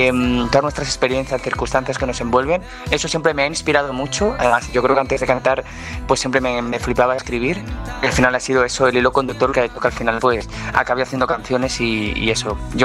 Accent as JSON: {"language": "Spanish", "region": "Valencian Community", "country": "Spain", "said": "soy un músico valenciano"}